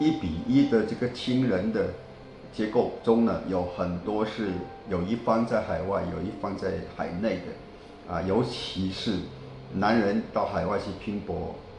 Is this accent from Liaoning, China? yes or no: no; Chaoshan, Guangdong, China; 我是土生土长的潮汕侨乡的人